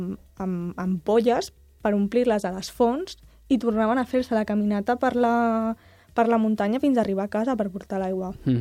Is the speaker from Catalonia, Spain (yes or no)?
yes; Barcelona, Catalonia, Spain; jo m'he criat a Torrevaro perquè jo visc a la faldilla de la muntanya de Collserola